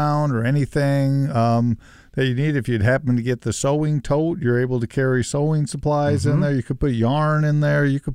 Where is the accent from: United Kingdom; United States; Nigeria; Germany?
United Kingdom; England; I'm an English guy